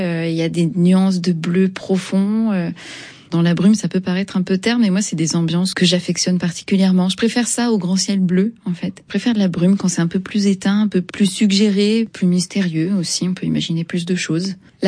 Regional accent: France; Je suis française

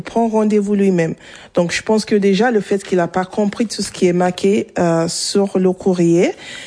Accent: Nigeria; French is a second language; now in France; Moi, je parle anglais. Lui aussi, je suis nigérienne de base. J'ai appris français

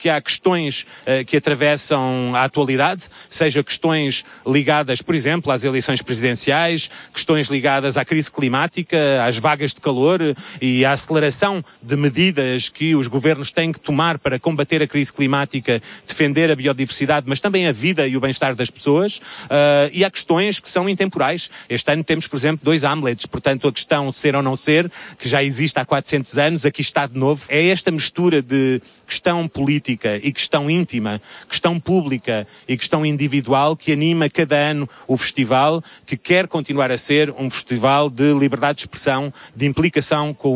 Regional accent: Portugal; desse país irmão do meu país natal, Portugal

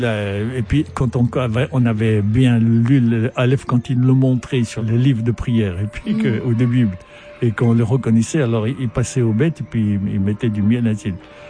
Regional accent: Casablanca, Casablanca-Settat, Morocco; Oui, je venais, bon, j'avais du Maroc, j'avais mon milieu au Maroc.

